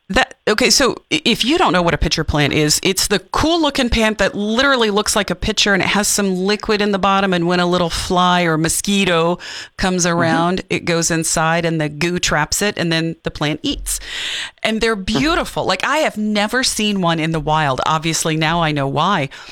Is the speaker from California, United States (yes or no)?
no; Cincinnati, Ohio, United States; I grew up in Cincinnati, lots of historic buildings, beautiful.